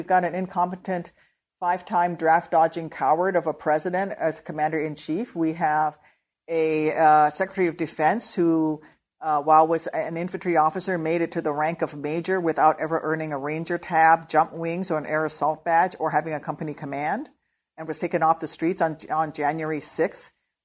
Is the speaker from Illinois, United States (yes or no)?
yes; Illinois, United States; So, for example, my home state of Illinois, one of our universities actually provide full four-year ride scholarships in every county to the child of a veteran.